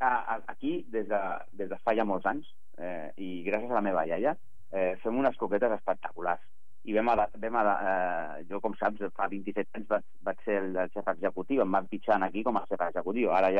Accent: Súria, Catalonia, Spain; Jo soc de Súria, del Bages, del cor de Catalunya

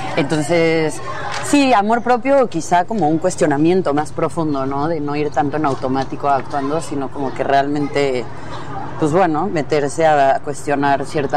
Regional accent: Mexico; moved away; yo soy de México, y en México, esto está en la novela, pasa mucho, ¿no? Yo creo que aquí también, pero en México, que es donde yo crecí

